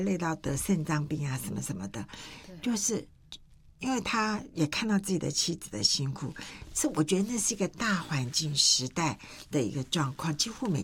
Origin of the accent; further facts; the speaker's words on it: Taiwan; 我是在眷村长大的嘛，那我们家是六个小孩